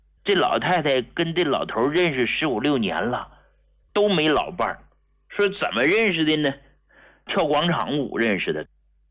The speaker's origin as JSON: {"language": "Chinese", "town": "Hegang", "region": "Heilongjiang", "country": "China", "tie": "born or raised there", "said": "你像我老家鹤岗那房子，那市里边的，100平米几万块钱"}